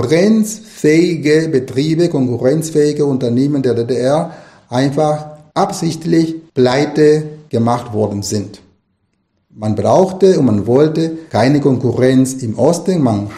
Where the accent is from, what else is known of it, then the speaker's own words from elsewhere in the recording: Nicaragua; moved away as an adult; now in Germany; Ich bin im Kapitalismus aufgewachsen, in Nicaragua. Ich bin unter einer Diktatur aufgewachsen, die von den USA wieder 1934 etabliert wurde.